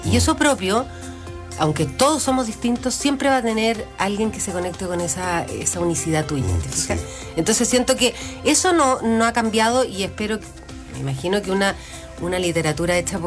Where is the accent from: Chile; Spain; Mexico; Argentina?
Chile; somos todos chilenos, pero no somos todos iguales.